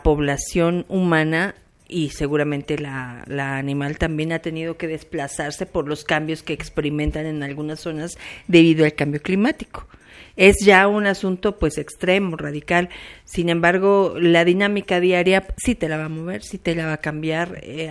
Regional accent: Mexico; pues ya sabe cómo somos los mexicanos

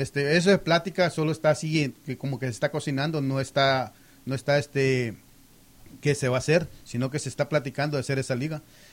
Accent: El Salvador; moved away; yo soy salvadoreño aquí, en donde sea.

